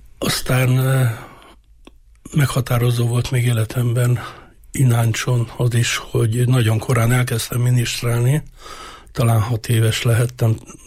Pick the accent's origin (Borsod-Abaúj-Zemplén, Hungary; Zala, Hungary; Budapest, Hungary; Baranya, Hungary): Borsod-Abaúj-Zemplén, Hungary; Falusi paraszt családban nőttem fel, édesapám Miskolcra járt be dolgozni gyári munkásként, de édesanyám TSZ tag volt.